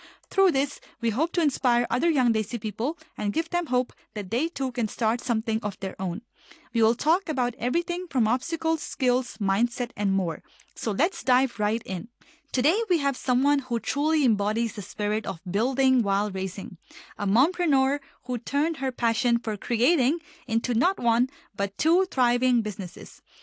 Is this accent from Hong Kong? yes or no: yes; Hong Kong; I'm a Pakistani registered nurse born and brought up in Hong Kong.